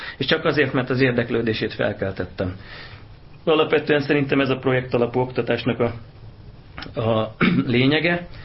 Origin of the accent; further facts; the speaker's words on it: Hungary; mink cigányok, jó magyarok vagyunk.